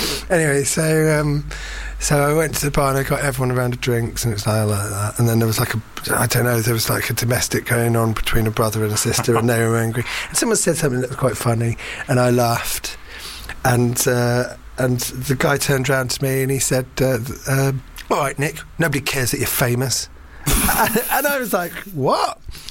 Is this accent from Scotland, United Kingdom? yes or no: no; Finsbury Park, London, United Kingdom; also born or lived in St Albans; I didn't grow up in St Albans. I grew up in Finsbury Park, and then we moved to St Albans much later.